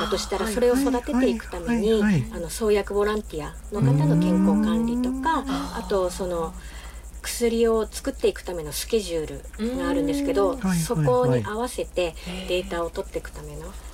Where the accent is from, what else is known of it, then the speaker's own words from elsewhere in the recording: Teshio, Hokkaido, Japan; now in Sapporo, Japan; 私の地元手塩町